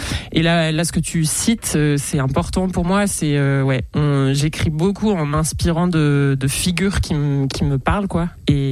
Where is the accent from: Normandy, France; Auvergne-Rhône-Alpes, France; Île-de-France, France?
Auvergne-Rhône-Alpes, France; Lyon; Et ouais, voilà, on vient de Lyon.